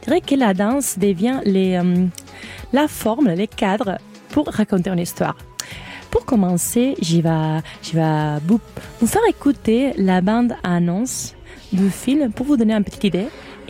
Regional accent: Valencia, Valencian Community, Spain; moved away; Moi, je viens de Valence.

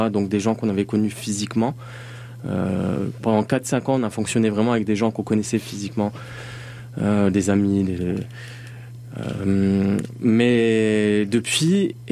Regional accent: Grand Est, France; on a grandi en Lorraine, on est des enfants d'immigrés

